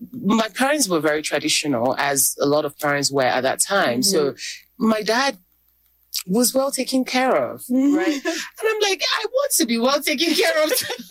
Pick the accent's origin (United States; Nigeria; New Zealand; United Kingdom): Nigeria; Owerri, Imo; In Owerri. I grew up in Owerri.